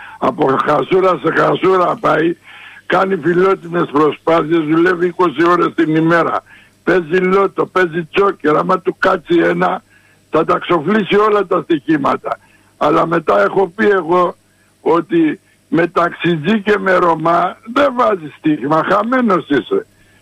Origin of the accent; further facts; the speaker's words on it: Greece; Έλληνες υπάρχουν επειδή τους ξέρουμε, επειδή είμαστε από εδώ, επειδή είμαστε Έλληνες.